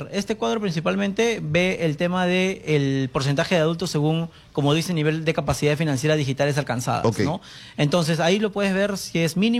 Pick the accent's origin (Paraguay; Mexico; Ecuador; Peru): Peru; Lima; born there; Yo nací acá en Lima, ya yo soy tercera generación.